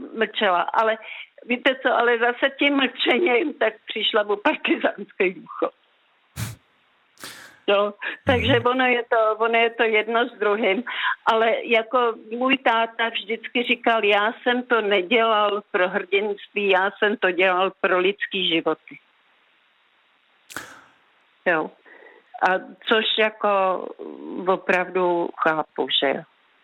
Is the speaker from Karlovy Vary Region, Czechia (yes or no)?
no; Skryje, Central Bohemian Region, Czechia; Ne, já pocházím ze Skrej.